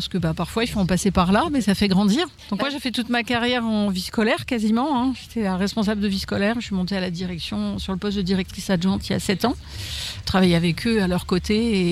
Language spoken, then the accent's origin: French; Cuise-la-Motte, Hauts-de-France, France; Je suis native du secteur, je suis native de Cuisy-la-Motte.